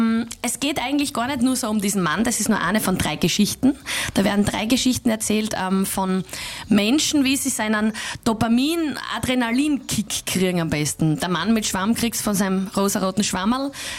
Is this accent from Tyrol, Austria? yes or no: no; Deutschlandsberg, Styria, Austria; Und in Deutschlandsberg spiele ich auch in der Steiermark in meiner Heimat.